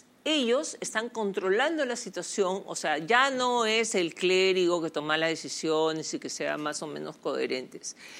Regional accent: Peru; Necesitamos como peruanos

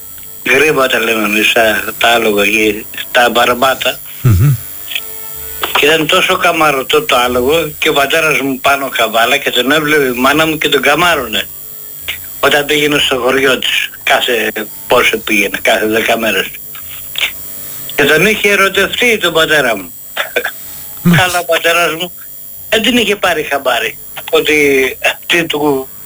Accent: Thessaly, Greece; born there; moved away; also born or lived in Nea Filadelfeia; Εγώ είμαι από τη Λίμνη Πλαστήρα πάνω από Καρδίτσα.

